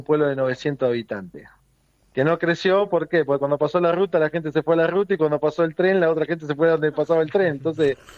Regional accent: Irigoyen, Argentina

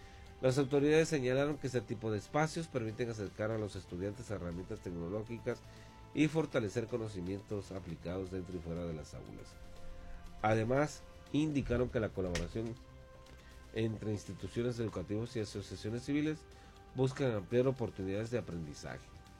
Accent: Ciudad Juárez, Chihuahua, Mexico; Horizontes, mi tierra

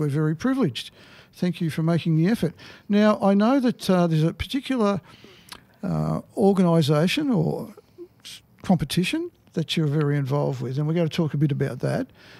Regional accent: Geelong, Victoria, Australia; when I was growing up in Geelong many, many years ago

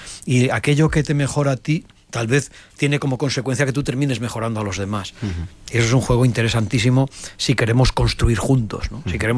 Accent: León, Castile and León, Spain; yo soy Cazurro de León

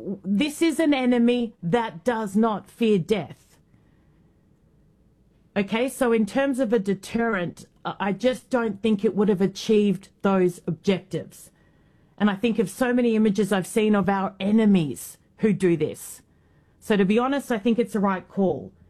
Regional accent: Australia; Yes, I'm an Aussie. I need you at the top of your game, or my country's screwed. And let's not start on what my government's doing.

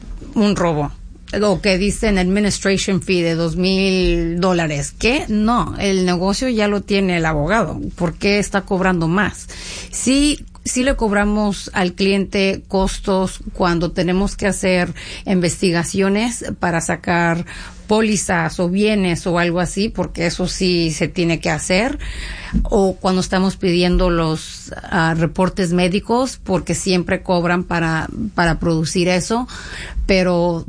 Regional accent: Mexico; el hecho que soy mexicana también es muy cultural cuando hablo con los latinos

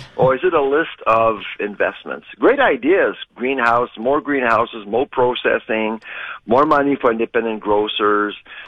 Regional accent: Quebec, Canada; I'm from Quebec

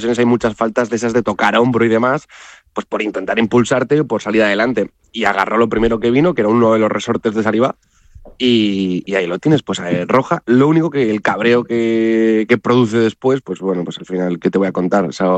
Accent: Zaragoza, Aragon, Spain; soy de Zaragoza. Yo tengo consistencia al frío, yo nací en el frío

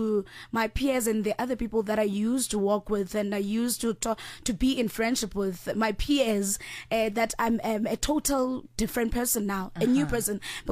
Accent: King Williamstown, Eastern Cape, South Africa; now in Johannesburg, South Africa; I'm born and bred in King Williamstown, iQonce now, and my husband is from East London, which is uKompo now. So me having to wear these clothes here in Johannesburg means a lot to me

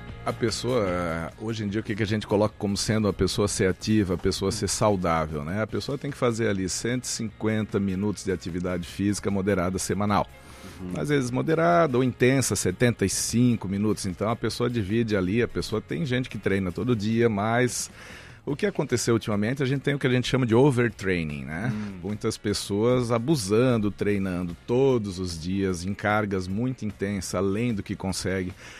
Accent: Brazil; A gente é brasileiro, né?

